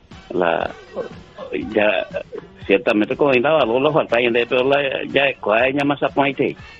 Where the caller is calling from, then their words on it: Pirayú, Paraguarí, Paraguay; ni soy de Pirayú.